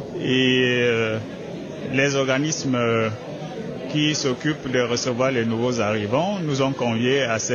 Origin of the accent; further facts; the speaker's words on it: Cameroon; now in Canada; Je viens du Cameroun. Je suis au Canada depuis 8 mois bientôt.